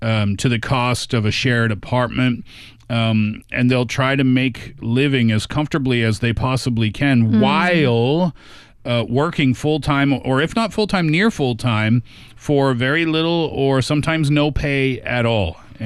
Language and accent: English; Tatamagouche, Nova Scotia, Canada; because I'm from Tatamagush, Nova Scotia, population 1,000, right?